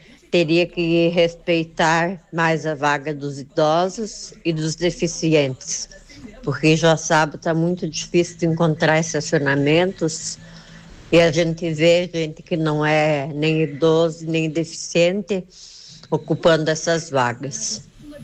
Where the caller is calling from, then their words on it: Brazil; sou de Serrão, do bairro Clara Adélia.